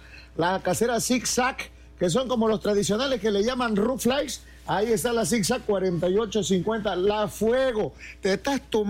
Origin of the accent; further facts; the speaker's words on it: Mexico; Vea usted nada más como buen mexicano.